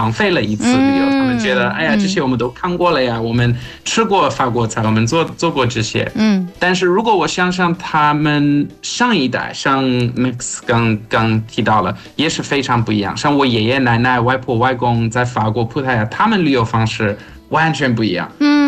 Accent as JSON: {"language": "Chinese", "town": "Johannesburg", "region": "Gauteng", "country": "South Africa", "tie": "born or raised there", "said": "所以我们在约翰尼斯堡长大的人，我们每次有旅游的机会，我们想去海边，所以我们会选择去开普敦或者去德班。"}